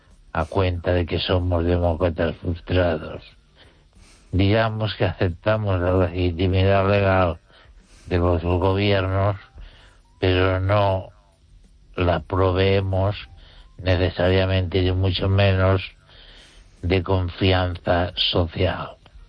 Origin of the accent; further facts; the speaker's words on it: Spain; soy un español que razona, no se olvide